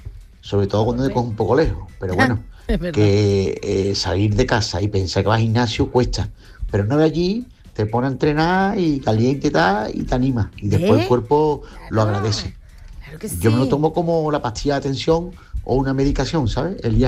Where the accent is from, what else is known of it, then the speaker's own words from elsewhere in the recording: Cádiz, Andalusia, Spain; Hola, Yuyu y compañía … de Cádiz.